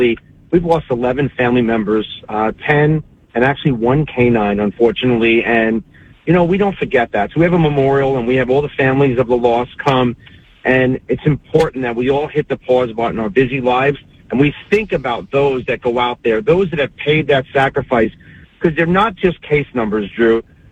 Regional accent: New York, United States; my hometown of New York

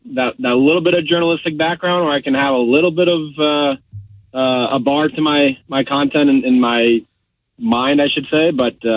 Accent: Tampa, Florida, United States; I'm from Tampa, born and raised Floridian.

